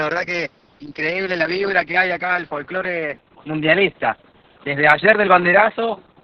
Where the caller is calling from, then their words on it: Argentina; No es que somos solo argentinos.